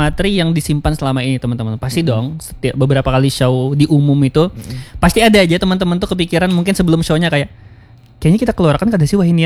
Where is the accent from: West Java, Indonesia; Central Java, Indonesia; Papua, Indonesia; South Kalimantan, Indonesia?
South Kalimantan, Indonesia; Banjar; also born or lived in Java; Aksennya mereka tuh Melayu, bukan kayak nang kita Banjar Banar gitu